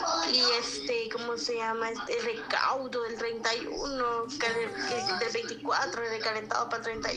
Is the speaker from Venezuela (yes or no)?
no; El Salvador; moved away; yo amo, adoro ser salvadoreña